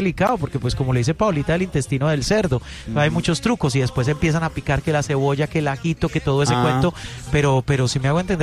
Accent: Colombia; uno como colombiano

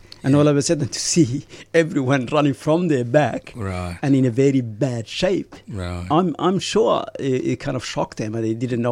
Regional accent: Ethiopia; English is a second language; And I ended up going back without my father with me, you know, my hometown

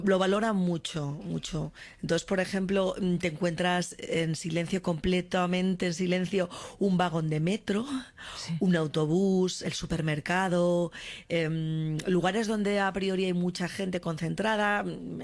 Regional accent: Spain; Yo tengo la nacionalidad alemana también ya. Y en cierto modo me siento alemana, pero la parte española pues tira muchísimo.

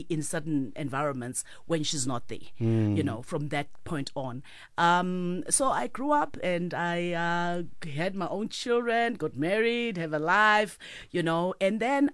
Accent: Eswatini; born there; I was born in Eswatini, Swaziland then.

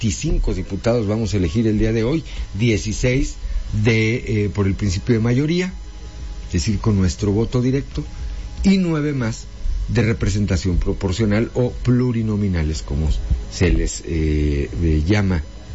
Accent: Coahuila, Mexico

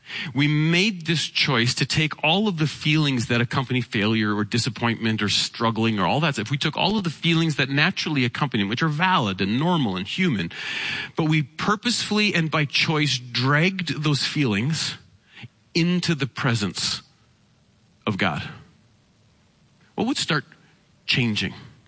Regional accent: Canada; As a Canadian kid, I grew up on three channels, two of them that were fuzzy and one of them that wasn't.

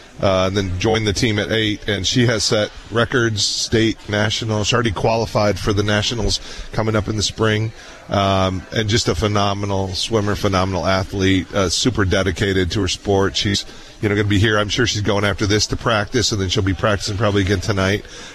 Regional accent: Indian Hills, United States; Well, growing up in Indian Hills, the fun part was as you were a kid, when we first moved there, there was not even houses across the street.

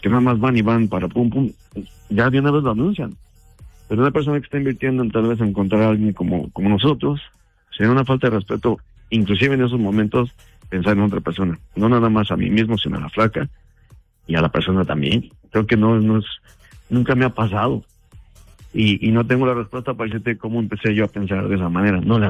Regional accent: Mexico; ella pensaba que yo soy de Brasil o de algún lado por allá, nunca pensé que fuera mexicano.

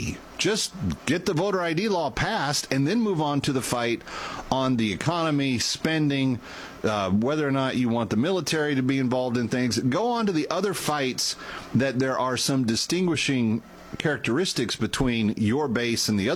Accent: Missouri, United States; born there; I was born in Missouri.

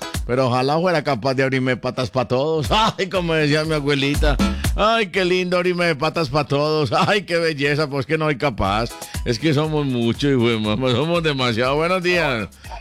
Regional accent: La Bonita, Colombia; born there; La Bonita, así se llama la vereda donde, así se llama la vereda donde yo nací, La Bonita.

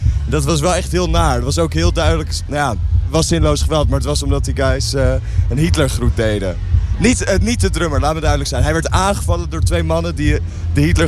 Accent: North Holland, Netherlands; Ja, schaamtevol geef ik toe altijd dat ik uit het Gooi kom.

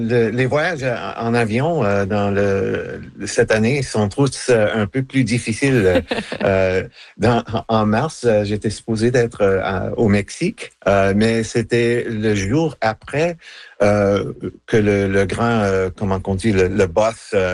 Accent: Quebec, Canada; first language English; French is a second language; J'écris en anglais, certainement, parce que c'est ma langue maternelle, même si je suis québé

